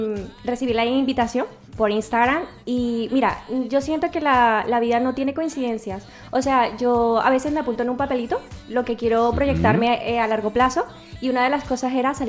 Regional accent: Venezuela; now in Spain; mi mamá es colombiana, ella es de Santa Rosa de Cabal, Pereira. Sí. Y pues yo soy venezolana

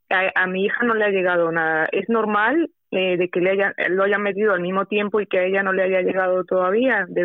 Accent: Spain; Yo soy española y además es porque ella tenía un procedimiento de cáncer aquí, la trataron aquí

